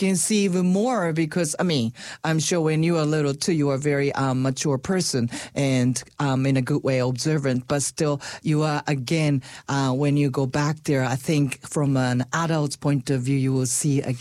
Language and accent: English; Yokohama, Kanagawa, Japan; also born or lived in Osaka; I'm from Yokohama, but I was born in Osaka, and people think I'm from Osaka.